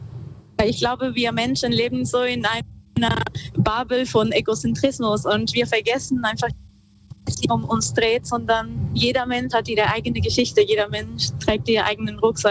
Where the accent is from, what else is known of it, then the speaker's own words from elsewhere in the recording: northern Peru, Peru; Ich bin ein bisschen nördlich, komme ursprünglich aus Peru. Ich bin im Norden von Peru aufgewachsen und da gab es ja viel Natur